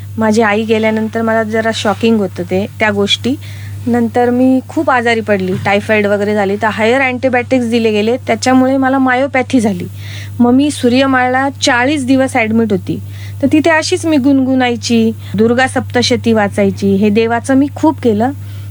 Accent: Nashik, Maharashtra, India; हो, मी प्रॉपर नाशिकची आहे.

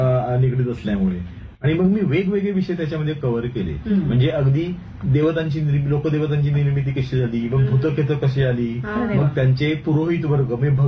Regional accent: Mumbai, Maharashtra, India; तर मी थोडासा मी वाढलोय जरी मुंबईला तरी मी म्हटलं ना की आईने माझ्यामध्ये ती ग्रामसंस्कृती रुजवलेली होती.

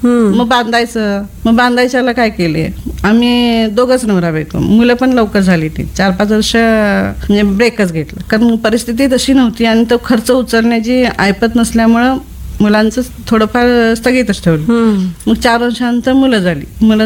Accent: Sohale, Maharashtra, India; moved away as an adult; माझं माहेर आजरा तालुक्यात सोहाळे म्हणून छोटस गाव आहे.

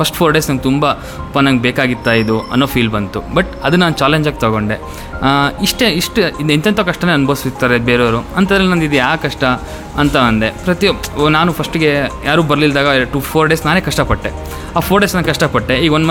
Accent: Bidare, Karnataka, India; born there; now in Shivamogga, India; ನಂದು ಬಂದ್ಬಿಟ್ಟು ಬಿದರೆ, ಸ್ವಂತ ಊರು ಬಿದರೆ. ಅಪ್ಪ ಅಮ್ಮ ಅಜ್ಜ ಅಜ್ಜಿ ಮೂಲತಃ ನಾವು ಬಿದರೇನೆ, ಓದಿದ್ದು ಎಲ್ಲ ನಾನು ಶಿವಮೊಗ್ಗದಲ್ಲೇ.

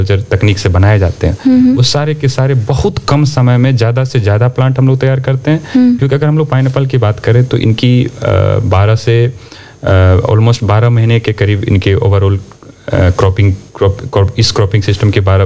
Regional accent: Bihar, India; जैसे हमारे यहाँ बिहार में अगर हम लोग बात करें तो किशनगंज का एक जिला है अपना, हमारा किशनगंज जिला है

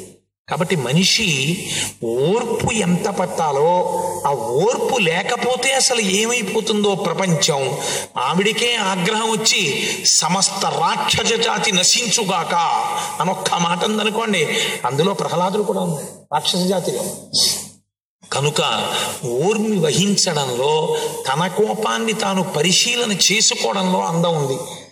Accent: Visakhapatnam, Andhra Pradesh, India; born there; నా చిన్నతనంలో నేను విశాఖపట్నంలో ఒక ఇంట్లో ఉండేవాడిని.

